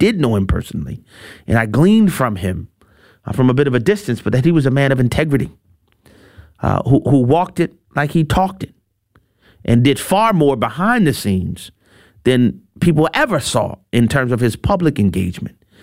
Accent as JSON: {"language": "English", "region": "Louisiana", "country": "United States", "tie": "born or raised there", "said": "my home state in Louisiana"}